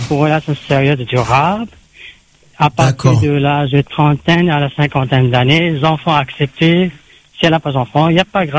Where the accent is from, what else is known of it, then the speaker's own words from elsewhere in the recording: France; Et, pardon, moi, je suis français.